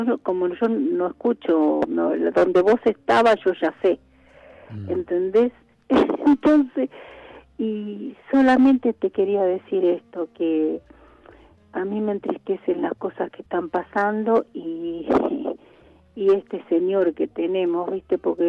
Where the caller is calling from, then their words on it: Bernal, Buenos Aires Province, Argentina; De Bernal.